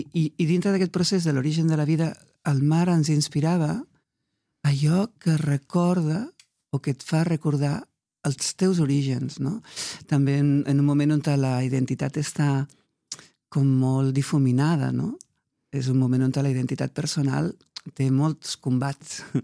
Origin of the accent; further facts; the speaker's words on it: Catalonia, Spain; Jo soc, els meus orígens són del Pallars, me fascinen les pedres. I a part sóc d'una zona del Pallars on també hi ha gent d'universitats d'arreu del món a estudiar aquell terreny.